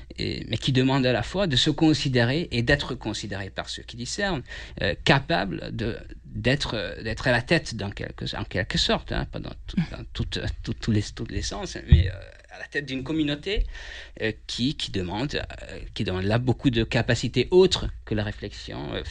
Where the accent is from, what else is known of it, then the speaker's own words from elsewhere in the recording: Hungary; French is a second language; moved away as an adult; now in France; Moi, je suis d'origine hongroise et ça fait bientôt 4 ans que je suis en France. Je suis arrivé dans le cadre d'un échange étudiant Erasmus en août 2022.